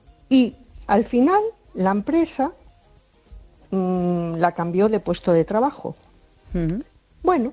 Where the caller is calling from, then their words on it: A Coruña, Galicia, Spain; Hola, buenas noches. … de Coruña.